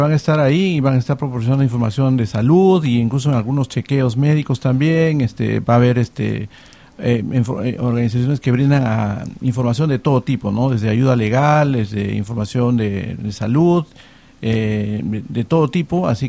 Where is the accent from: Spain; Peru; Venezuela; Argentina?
Peru; moved away; Yo soy peruano